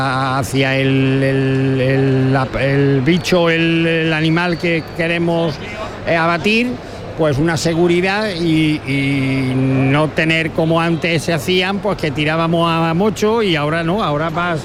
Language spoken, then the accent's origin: Spanish; Úbeda, Andalusia, Spain; De Úbeda, somos de Úbeda.